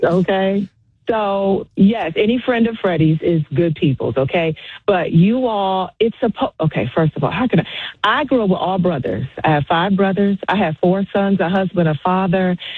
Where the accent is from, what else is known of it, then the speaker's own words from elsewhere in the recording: New Jersey, United States; I'm from Jersey, so it had to be matching all that.